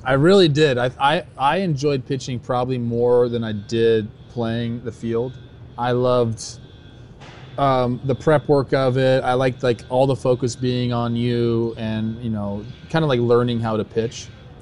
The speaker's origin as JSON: {"language": "English", "town": "Los Angeles", "region": "California", "country": "United States", "said": "I'm from Los Angeles, where it is a melting pot of people and culture."}